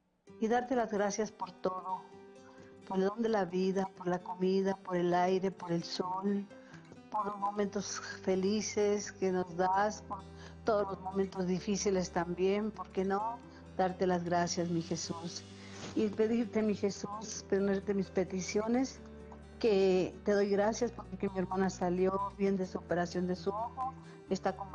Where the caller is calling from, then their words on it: Michoacán, Mexico; De Michoacán.